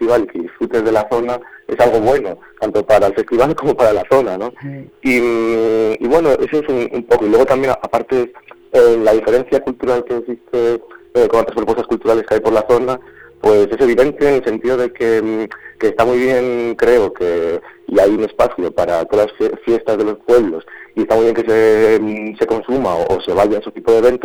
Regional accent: Zamora, Castile and León, Spain; tres amigos, que somos de aquí de Zamora

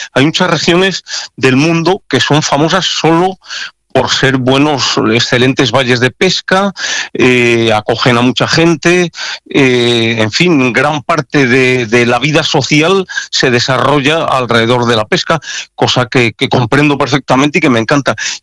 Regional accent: Castile, Spain; Hoy día, tú y yo que somos castellanos

